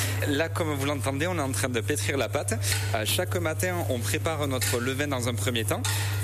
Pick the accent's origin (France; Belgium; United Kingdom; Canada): France; Landes, Nouvelle-Aquitaine; notre département des Landes